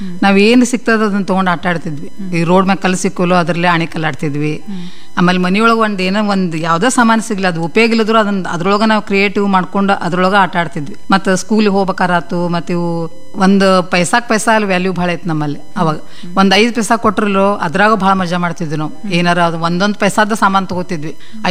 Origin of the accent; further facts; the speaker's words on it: Dharwad, Karnataka, India; born there; ಮತ್ತು ನಮ್ಮಲ್ಲಿ ಧಾರವಾಡದಾಗ ಲಕ್ಷ್ಮೀನಾರಾಯಣ ಜಾತ್ರೆಗೆಲ್ಲ ಇದನ್ನು ಹಾಕೋತಾರೆ, ಪಾರ್ಟ್ ಹಾಕೋತಾರೆ.